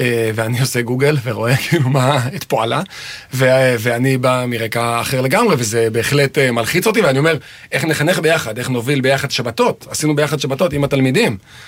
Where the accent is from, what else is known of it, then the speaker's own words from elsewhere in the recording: Judea and Samaria, Israel; גדלתי בשומרון, עדיין. גדלתי בשומרון.